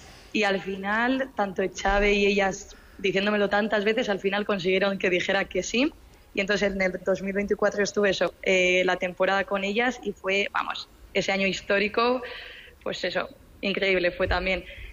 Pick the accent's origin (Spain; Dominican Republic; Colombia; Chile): Spain; Pasaia, Basque Country; Yo soy de San Juan